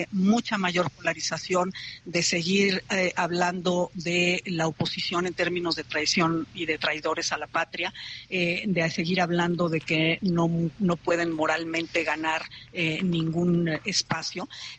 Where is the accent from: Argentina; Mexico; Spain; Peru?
Mexico; Esos son los enemigos que deberíamos de combatir como mexicanos